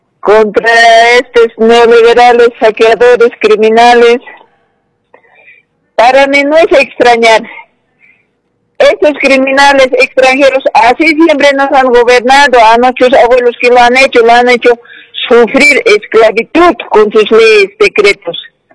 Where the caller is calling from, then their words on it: El Alto, La Paz, Bolivia; Yo, por ejemplo, vivo en Rosas Pampa, no tenemos área verde.